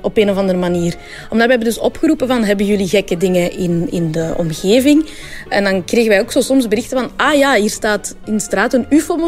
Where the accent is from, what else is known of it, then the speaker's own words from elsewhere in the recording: Belgium; dat wij als Belgen